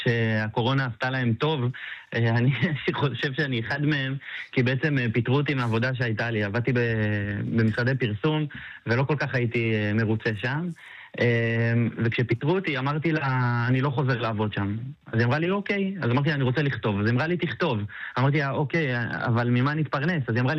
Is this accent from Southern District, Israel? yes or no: yes; Beersheba, Southern District, Israel; אני גדלתי בין שכונה א' לשכונה ד' בבאר שבע.